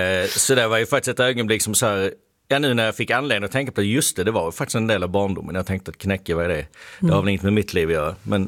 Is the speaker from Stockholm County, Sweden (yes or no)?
no; Skåne, Sweden